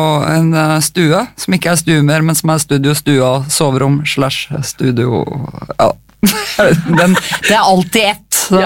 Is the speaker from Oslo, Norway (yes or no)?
yes; Oslo, Norway; jeg er jo fra Oslo.